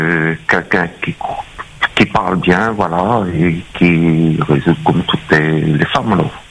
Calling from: Saint-Denis, Réunion; je suis de Saint-Denis, là.

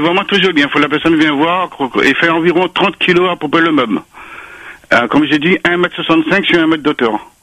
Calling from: Saint-Pierre, Réunion; j'habite à Saint-Père, à côté des impôts.

